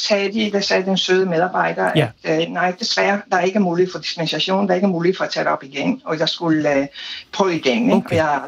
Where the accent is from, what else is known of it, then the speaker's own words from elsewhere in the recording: Italy; Jeg stammer fra Italien.